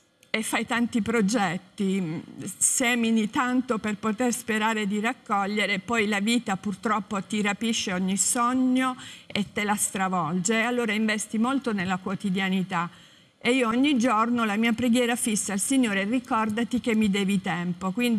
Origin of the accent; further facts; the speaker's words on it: Taranto, Apulia, Italy; io sono di Taranto